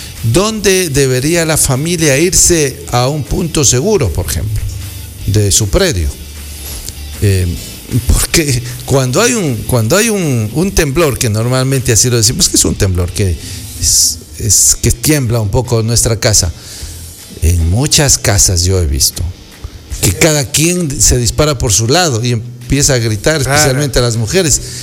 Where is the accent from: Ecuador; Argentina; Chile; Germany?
Ecuador; nosotros como ecuatorianos